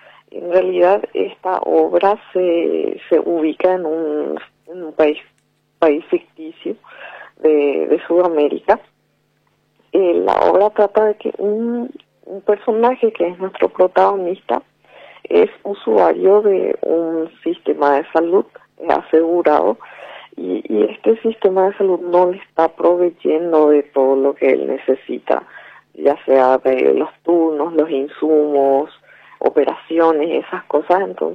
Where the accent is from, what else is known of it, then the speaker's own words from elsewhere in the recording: Yaguarón, Paraguarí, Paraguay; Somos de Yaguarón, pero en los últimos tiempos estuvimos ya presentando varias obras también en Asunción.